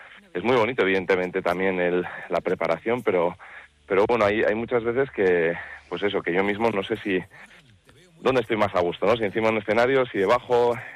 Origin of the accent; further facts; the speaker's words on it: Vitoria-Gasteiz, Basque Country, Spain; born there; Yo soy nacido aquí en Gasteiz, y pues igual en invierno estoy más en Gasteiz, en verano más en Yécora.